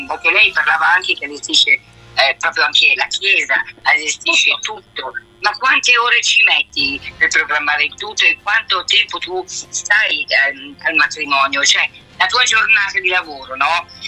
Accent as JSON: {"language": "Italian", "region": "Sicily", "country": "Italy", "said": "Io sono siciliana pure io"}